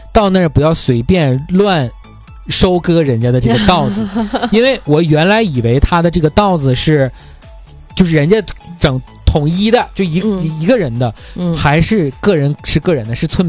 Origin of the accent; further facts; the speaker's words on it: Northeast China, China; 作为北方人，就作为东北人，